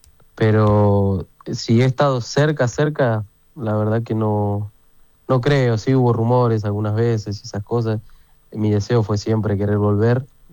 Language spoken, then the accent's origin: Spanish; Argentina